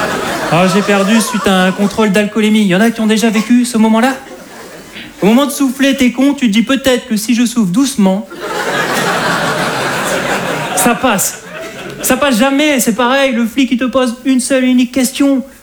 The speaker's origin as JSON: {"language": "French", "region": "Hauts-de-France", "country": "France", "said": "je suis un ch'ti."}